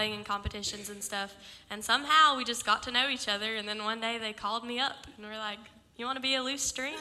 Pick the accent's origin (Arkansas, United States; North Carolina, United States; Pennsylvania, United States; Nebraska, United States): North Carolina, United States; Elkin; I'm actually from down the mountain from them. I'm from Elkin, North Carolina, so I'm the oddball.